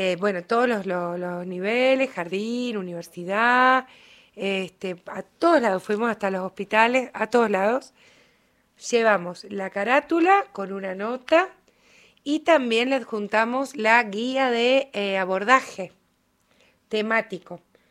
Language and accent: Spanish; Río Turbio, Santa Cruz, Argentina; los rioturbienses somos más bien echados para adentro